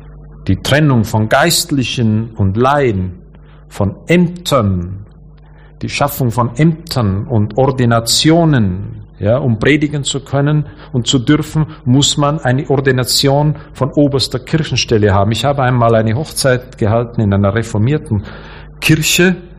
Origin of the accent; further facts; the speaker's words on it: Austria; ich komme aus Österreich.